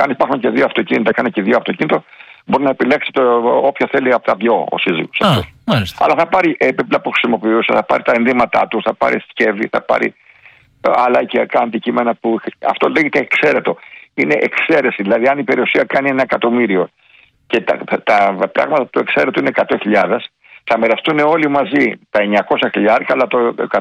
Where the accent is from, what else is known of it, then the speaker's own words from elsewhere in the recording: Platanias, Crete, Greece; από τον Πλετανιά, το χωριό μου, καταγωγή από τον Πλετανιά.